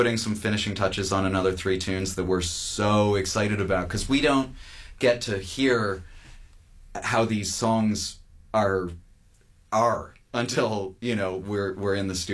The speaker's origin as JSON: {"language": "English", "town": "Dartmouth", "region": "Nova Scotia", "country": "Canada", "tie": "born or raised there", "said": "my hometown, Dartmouth, Nova Scotia"}